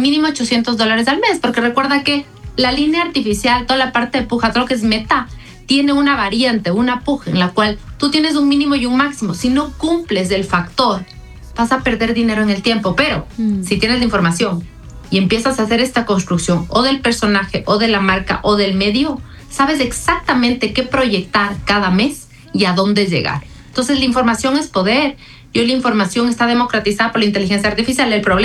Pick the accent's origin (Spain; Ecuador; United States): Ecuador; como ecuatorianos seguimos ultra reconociendo